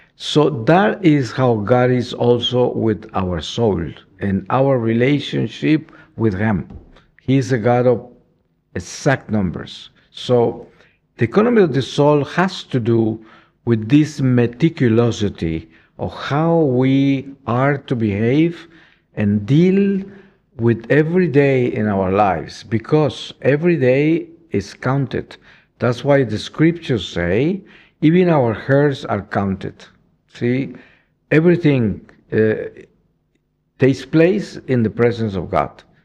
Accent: Colombia; also born or lived in Hamburg, Germany / Los Angeles, United States; I am a Colombian. I was an actor and a musical composer. I was born in Colombia, but went to school in Hamburg, in Germany.

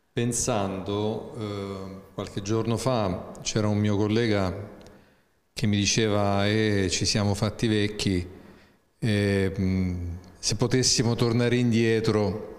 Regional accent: Lecce, Apulia, Italy; moved away as an adult; now in Perugia, Italy; io vengo da Lecce, quindi 700 chilometri più a sud-est da Perugia, e vivo a Perugia da 45 anni.

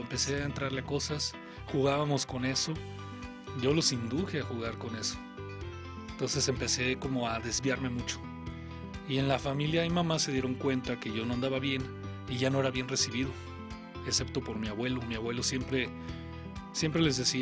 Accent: Michoacán, Mexico; y luego de donde yo soy, pues sí estaba bien grueso, porque entré a una escuela donde ya había chavos de 13 años. En Michoacán, ¿verdad? En Michoacán.

